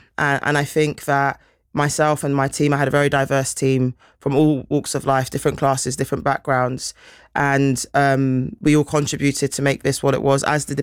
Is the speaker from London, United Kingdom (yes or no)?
yes; London, United Kingdom; as a Londoner